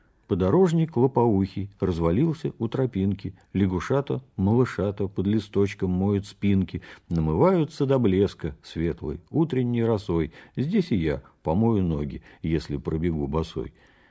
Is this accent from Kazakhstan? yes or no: no; Saint Petersburg, Russia; born there; also born or lived in Krasnoye Selo; Я родился в Питере. Потом появился в Петербурге только когда пошел в школу. А отец был военный